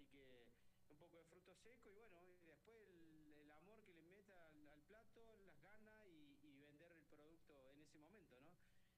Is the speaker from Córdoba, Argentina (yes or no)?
yes; Córdoba, Argentina; born there; moved away as an adult; yo en realidad vengo de Córdoba, ¿bien? Yo soy nacido en Córdoba, hace 17 años que estoy acá.